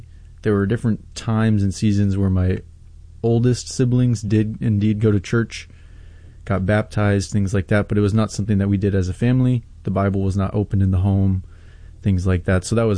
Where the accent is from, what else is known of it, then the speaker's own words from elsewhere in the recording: Danville, California, United States; I went to San Ramon Valley High School, which is in Danville, California. That was my hometown.